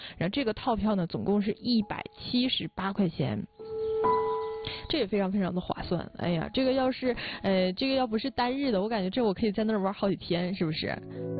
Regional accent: China; now in Yanji, China

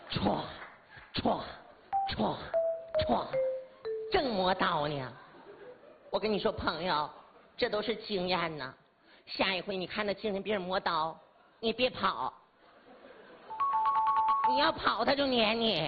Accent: China; 我的家乡来自于中华人民共和国，我是人类，

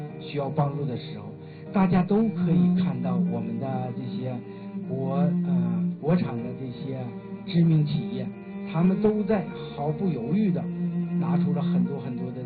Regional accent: China; 所以说生在华夏何其幸福，作为一名中国人

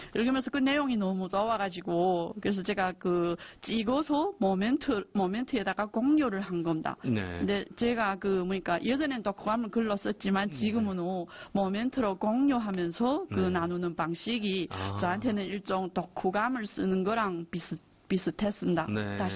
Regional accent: China; 우리는 조선족이라서 지금까지, 이전까지 계속 조선말로 학교를 다녔었고

